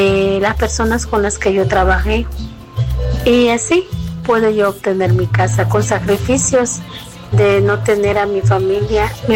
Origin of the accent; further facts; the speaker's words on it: El Salvador; Pues ya estoy aquí en mi país natal, El Salvador, y muy feliz.